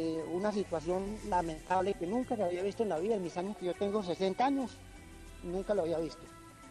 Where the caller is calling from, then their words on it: La Celia, Risaralda, Colombia; Aquí me encuentro en la Celia Risaralda, vereda Caimalito Alto.